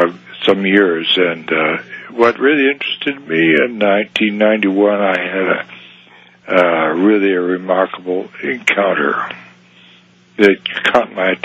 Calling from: Utah, United States; I'm calling from Southern Utah.

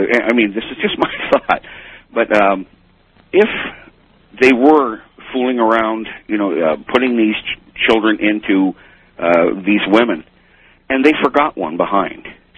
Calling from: Windsor, Ontario, Canada; from Windsor, Ontario, Canada

